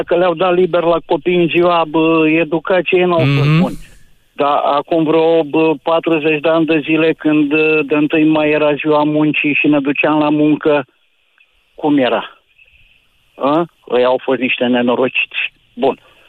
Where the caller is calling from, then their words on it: Ialomița County, Romania; Ialomițean, că sunt aici din Ialomița.